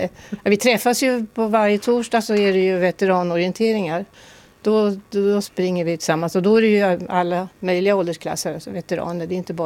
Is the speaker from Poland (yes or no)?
no; Södertälje, Stockholm County, Sweden; moved away; Och jag är uppvuxen i Södertälje, men det är 60 år sedan jag bodde där.